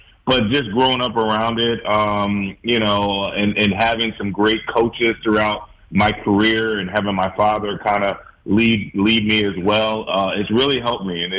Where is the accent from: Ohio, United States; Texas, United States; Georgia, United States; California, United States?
Texas, United States; The Woodlands; I think I grew up in the Woodlands, Texas, north of Houston.